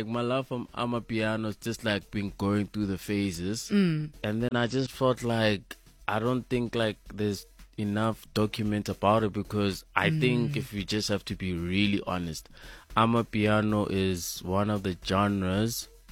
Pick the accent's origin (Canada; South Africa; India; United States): South Africa; Daveyton, Gauteng; I grew up in Davidton, called Skoti. Ikurleni was good.